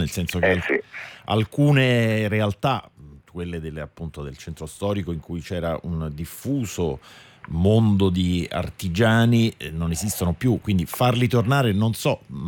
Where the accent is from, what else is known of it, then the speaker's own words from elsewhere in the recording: Rome, Lazio, Italy; Roma, che insomma conosco molto bene essendo romano